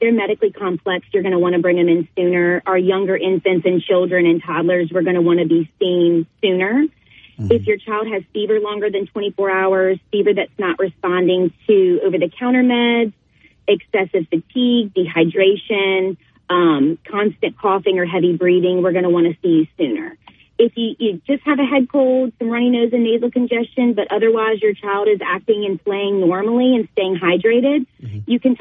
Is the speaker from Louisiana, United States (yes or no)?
yes; Baton Rouge, Louisiana, United States; So I am from Baton Rouge. I was born and raised here